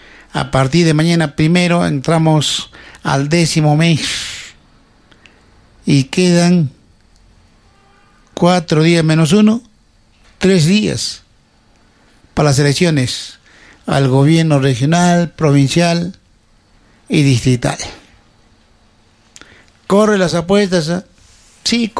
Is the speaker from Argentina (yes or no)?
no; Las Lomas, Piura, Peru; ayer a mi pueblo, a Las Lomas, ha llevado leche.